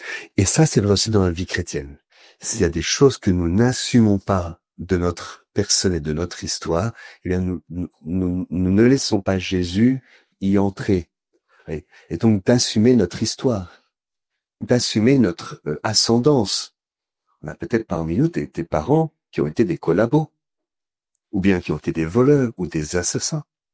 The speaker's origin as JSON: {"language": "French", "country": "France", "said": "Puis comme nous, on est très intelligents, parce qu'on est français"}